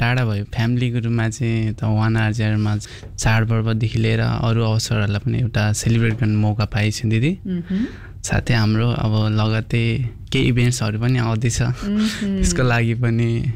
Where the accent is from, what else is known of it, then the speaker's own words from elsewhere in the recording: Ilam, Koshi Province, Nepal; मेरो चाहिँ इलाम हो।